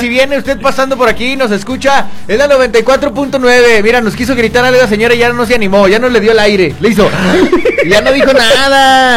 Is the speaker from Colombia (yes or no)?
no; Durango, Mexico; Durango, Durango, mi tierra querida.